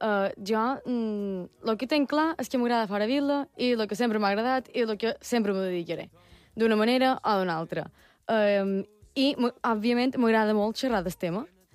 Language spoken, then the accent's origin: Catalan; Manacor, Balearic Islands, Spain; De Manacor, crec que se nota